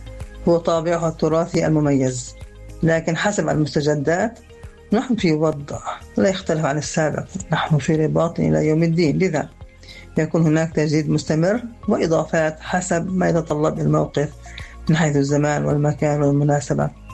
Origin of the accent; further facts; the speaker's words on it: Asira ash-Shamaliya, Nablus Governorate, Palestine; بلدتنا الحبيبة عصيرة الشمالية الرائعة بأهلها.